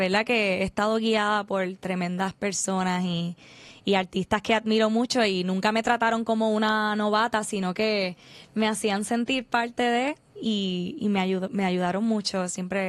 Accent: Barranquitas, Puerto Rico; Y yo soy de Barranquitas, nacida y criada.

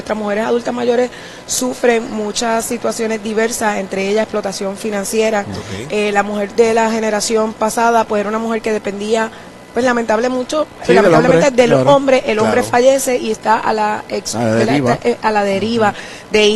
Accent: Puerto Rico; todos somos puertorriqueños

